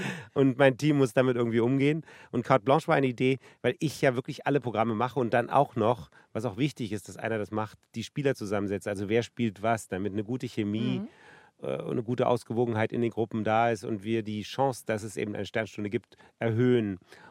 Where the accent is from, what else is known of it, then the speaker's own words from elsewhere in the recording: Berlin, Germany; Ein Album zu meiner Jugend in Ost-Berlin.